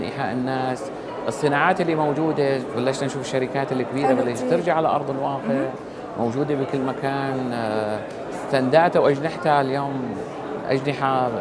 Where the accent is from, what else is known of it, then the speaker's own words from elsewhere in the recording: Syria; moved away; نحن المستثمرين السوريين اللي نجحوا خارج البلد